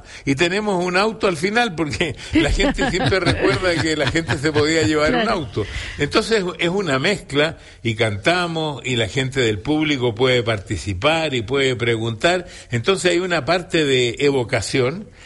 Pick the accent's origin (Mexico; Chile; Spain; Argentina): Chile; cada vez que ha habido una necesidad, yo he venido porque yo soy chileno.